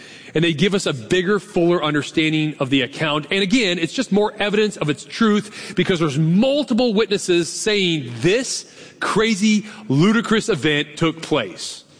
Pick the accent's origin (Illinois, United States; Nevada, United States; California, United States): California, United States; Carmichael; I would always say, I'm from Sacramento. Do you know I've never lived one day in my entire life in the city of Sacramento? Not one day. I actually grew up and am from Carmic